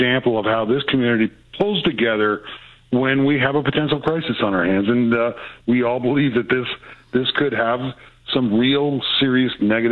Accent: Ontario, Canada; I grew up in the Niagara Peninsula. I still call it the fruit belt.

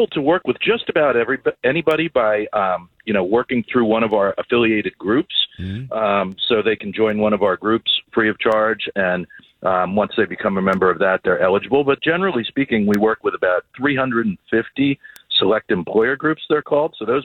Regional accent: New York, United States; born there; now in New Jersey, United States; I was born in New York, but I've been here for about 47 years, so I guess I'm officially a Jersey guy.

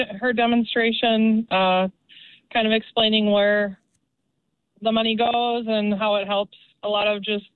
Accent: Mankato, Minnesota, United States; I was born and raised there, but I didn't end up going to school there.

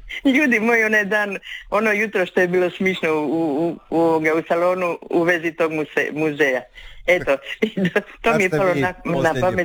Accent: Zadar, Zadar County, Croatia; Ali dobro, ja sam prava Zadranka i ja sve muzeje znam.

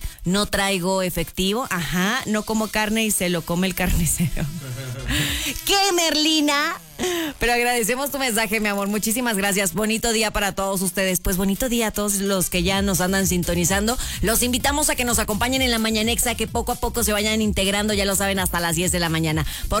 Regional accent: Mexico; somos mexicanos y ponemos harta excusa a la hora de llegar tarde.

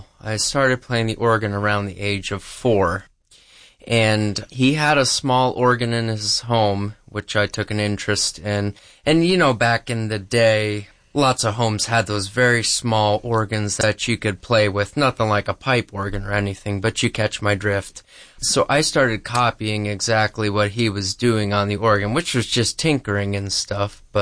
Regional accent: Dallas, Pennsylvania, United States; now in West Pittston, United States; Well, I was born and raised in Dallas, Pennsylvania, and my wife and I moved to West Pittston

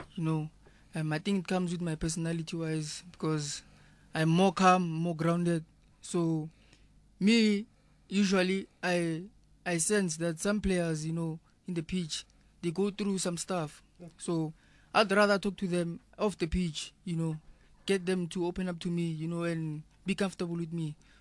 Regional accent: Pretoria, Gauteng, South Africa; I'm from Pretoria, Proclamation Hill.

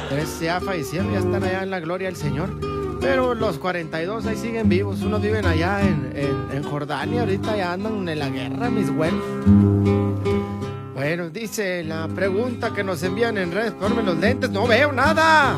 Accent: Chihuahua, Mexico; yo vengo allá de Chihuahua, le dije, y las mujeres de Chihuahua somos así muy, muy hijas de...

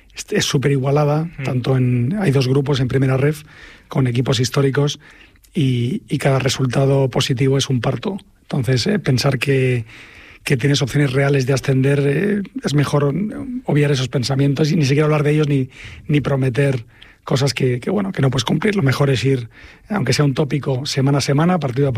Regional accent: Madrid, Community of Madrid, Spain; Yo soy de Madrid, pero mi padre era de Badajoz.

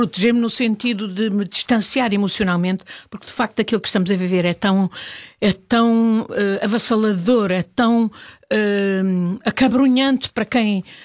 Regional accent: Portugal; nós temos qualidades como portugueses e que temos um país lindíssimo

